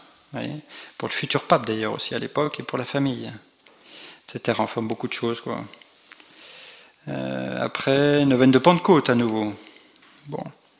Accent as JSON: {"language": "French", "town": "Strasbourg", "region": "Grand Est", "country": "France", "tie": "born or raised there", "said": "Et l'idée m'était venue parce que moi j'ai grandi en Alsace, à Strasbourg"}